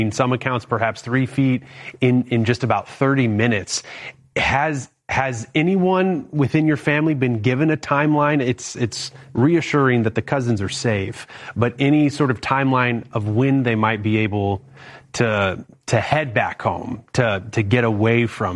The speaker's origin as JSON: {"language": "English", "town": "St. Louis", "region": "Missouri", "country": "United States", "said": "I'm from the St. Louis area myself"}